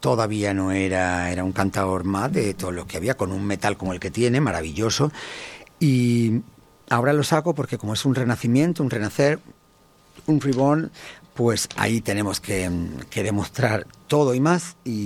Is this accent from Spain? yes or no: yes; Spain; Porque claro, somos españoles, patrióticos, es nuestro país